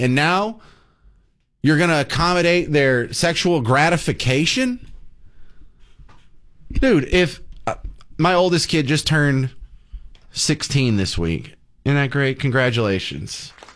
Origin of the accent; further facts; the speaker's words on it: Texas, United States; I'm from East Texas.